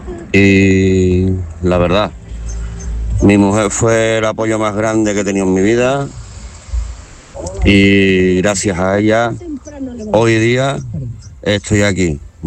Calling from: Seville, Andalusia, Spain; del Cerro del Águila.

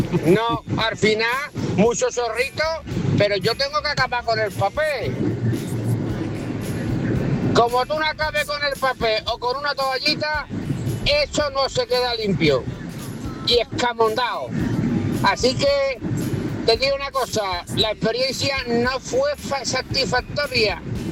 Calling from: Rota, Andalusia, Spain

